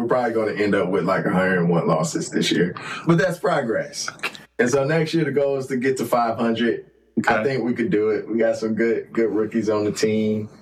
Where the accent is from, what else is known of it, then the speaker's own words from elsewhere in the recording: Gary, Indiana, United States; and so when I tell people I'm from Indiana, they quickly assume I'm a Pacers fan, I'm a Colts fan.